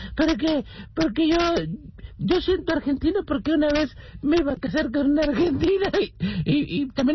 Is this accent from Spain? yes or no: yes; Spain; Bueno, ¿yo por qué? porque soy español, ¿verdad?